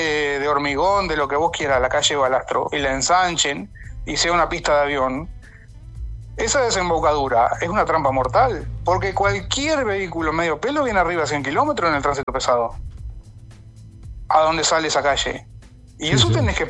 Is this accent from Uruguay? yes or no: yes; Carmelo, Colonia, Uruguay; Yo soy de Carmelo, nacido y criado en Carmelo